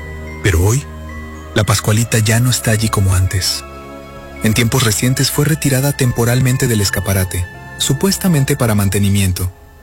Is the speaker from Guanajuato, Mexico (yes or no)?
no; Chihuahua, Mexico; los que crecimos en Chihuahua